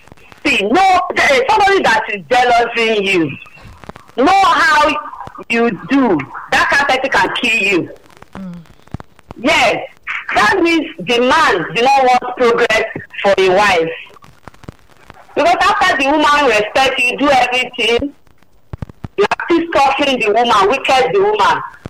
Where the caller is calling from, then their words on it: Nigeria; I'm calling from Nigeria.